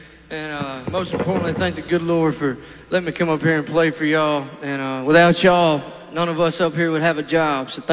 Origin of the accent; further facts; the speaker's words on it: Mississippi-Alabama border, United States; I'm from the Mississippi-Alabama line.